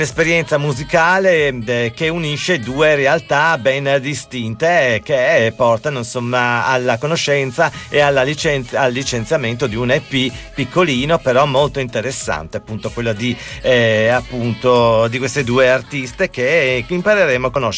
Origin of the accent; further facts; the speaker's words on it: Gorizia, Friuli-Venezia Giulia, Italy; Io vengo da Gorizia.